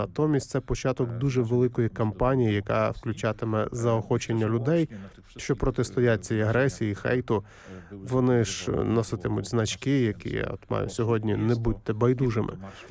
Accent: Poland; Ukrainian is a second language; Це так, якби хтось мені чи комусь із моєї родини заборонив пишатися тим, що я поляк.

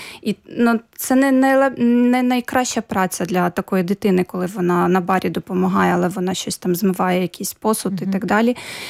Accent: Mykolaiv, Mykolaiv Oblast, Ukraine; moved away as an adult; перший раз я виїхала з Миколаєва, коли мені було вже за 20

